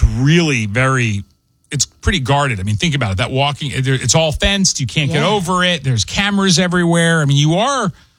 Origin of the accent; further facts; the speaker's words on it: New Jersey, United States; moved away; when I grew up in New Jersey